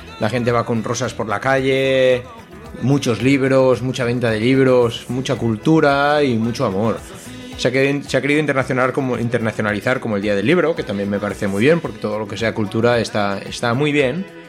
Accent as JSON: {"language": "Spanish", "town": "Barcelona", "region": "Catalonia", "country": "Spain", "moved": "yes", "said": "la diada de San Jordi en Cataluña, en mi tierra de origen"}